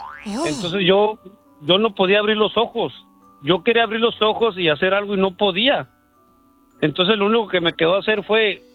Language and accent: Spanish; Ciudad Juárez, Chihuahua, Mexico; now in United States; yo soy del estado de Chihuahua, en México, y ya tengo como 15 años aquí en Estados Unidos